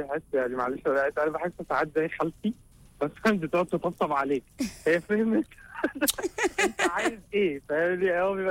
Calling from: United Arab Emirates; ايوه من الامارات.

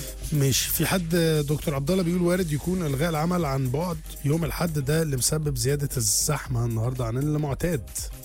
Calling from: Jeddah, Makkah Province, Saudi Arabia; من جده. احنا هنا عندنا الخليج الصغرى 30 ورطوبه طول اليوم 70%.

